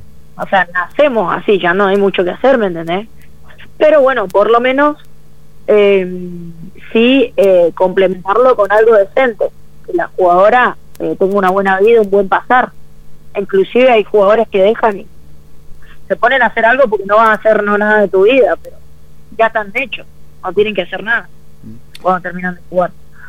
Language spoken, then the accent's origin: Spanish; Mendoza, Argentina; siendo mendocina